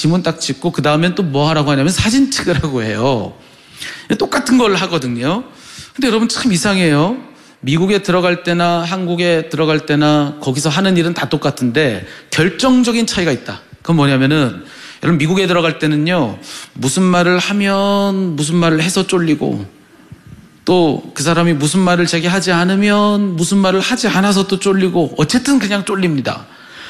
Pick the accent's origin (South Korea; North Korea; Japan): South Korea; 제가 한국 사람이기 때문에 그렇습니다. 제 국적이 한국이기 때문에 그래요.